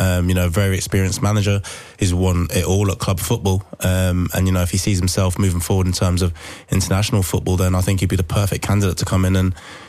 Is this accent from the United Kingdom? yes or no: yes; England, United Kingdom; now in Scotland; I came up from England, I didn't realise the size of, you know, Celtic and Rangers Football Club.